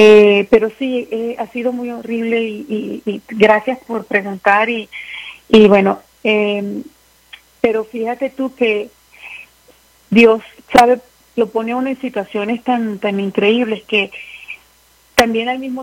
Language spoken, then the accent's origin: Spanish; Venezuela; moved away